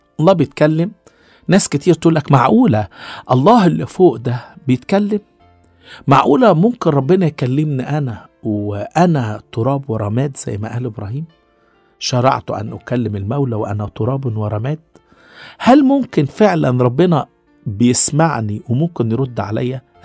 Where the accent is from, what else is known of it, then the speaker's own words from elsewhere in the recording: Egypt; عندنا في مصر هنا